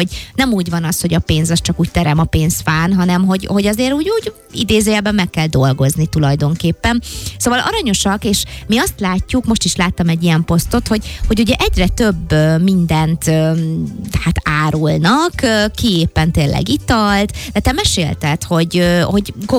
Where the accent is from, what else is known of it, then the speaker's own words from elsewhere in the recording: Dunaharaszti, Pest, Hungary; én Dunaharasztin nőttem fel, és hát lehet, hogy valakinek mond valamit, az Uzsoki utca, az egy ilyen kis városszéli, kicsit kihaltabb, ráadásul még akkor pláne, valahogy úgy tényleg így a város peremén laktunk